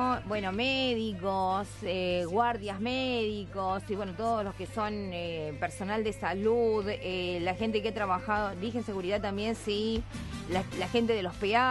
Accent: Pilar, Argentina; Acá estamos volviendo de Armstrong, Santa Fe. … de Pilar, saludos a Nano, que también anda en la ruta.

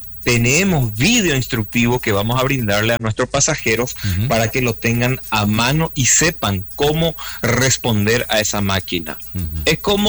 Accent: Paraguay; now in Spain; como emigrante, como paraguayo, como latinos

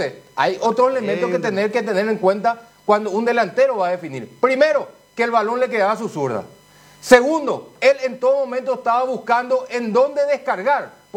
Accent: Paraguay

